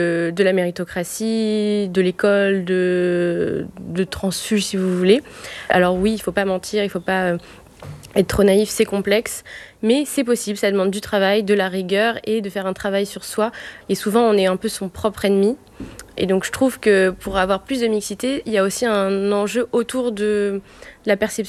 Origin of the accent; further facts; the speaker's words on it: Paris, Île-de-France, France; Moi, j'ai grandi à Paris. Ensuite, j'ai eu un parcours assez classique à Sciences Po à Paris.